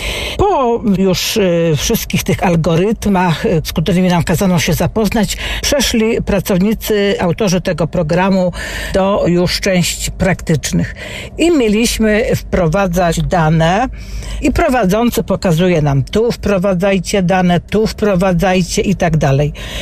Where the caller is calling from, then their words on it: Poznań, Greater Poland Voivodeship, Poland; tu dzwoni … z Poznania.